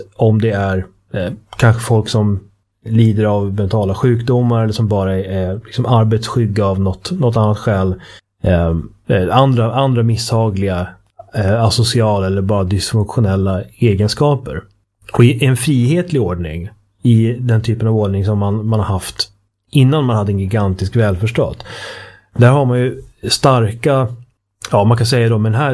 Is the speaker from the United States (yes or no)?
no; Sweden; Inte minst som svensk